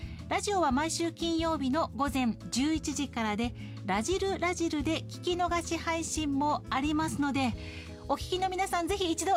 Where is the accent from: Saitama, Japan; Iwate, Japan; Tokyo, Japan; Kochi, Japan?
Saitama, Japan; Kawagoe; 出身は埼玉県の川越市です。